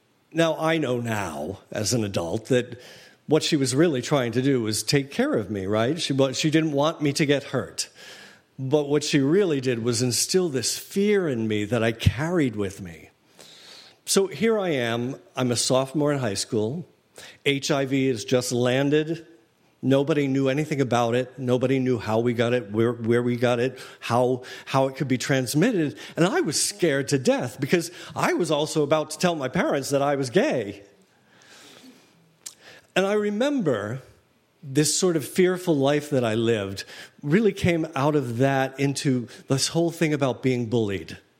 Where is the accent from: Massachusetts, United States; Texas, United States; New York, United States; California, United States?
Massachusetts, United States; Boston; I grew up in Boston, Massachusetts, a small suburb, middle class, just outside Boston, actually. And there were seven of us in the family.